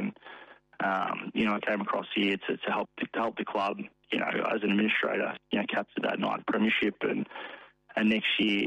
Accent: Melbourne, Victoria, Australia; moved away; Phil and Andrew are aware I'm from Melbourne

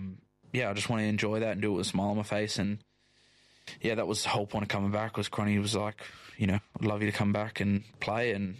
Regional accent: Australia; also born or lived in England; I'm proud Australian, proud English. Like, I've always called this home and would love to represent my home

